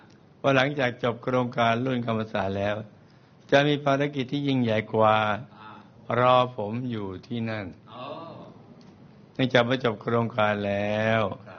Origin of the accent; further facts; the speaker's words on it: Thailand; ผมจึงได้รับภารกิจให้กลับบ้านเกิดไปจัดงานบวชที่จังหวัดอุตรดิตถ์